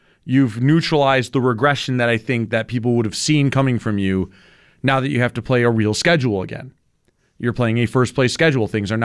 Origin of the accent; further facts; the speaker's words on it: Buffalo, New York, United States; I had the sentiment here, and I'm from Buffalo.